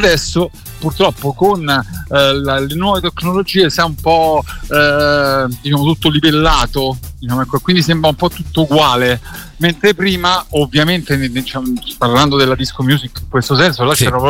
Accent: Rome, Lazio, Italy; io sono dell'Appio Claudio a Cinecittà, sì.

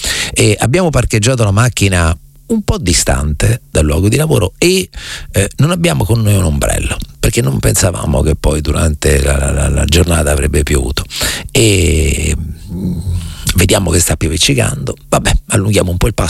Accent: Marche, Italy; now in Rome, Italy; io sono marchigiano, mamma è nata a Roma ma i parenti sono originari di Cremona

